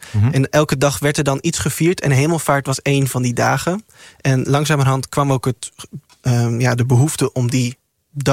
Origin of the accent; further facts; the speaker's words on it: Overijssel, Netherlands; ik kom uit Overijssel en daar werd het vroeger niet douwtrappen, maar hemelvaarten genoemd.